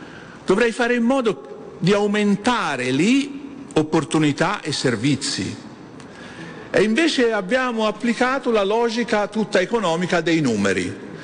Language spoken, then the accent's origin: Italian; Tuscany, Italy; accent: Tuscan; moved away; io sono... lavoro in Molise, ma come sentite il mio accento è simile a quello del dottor Santini, è la Toscana.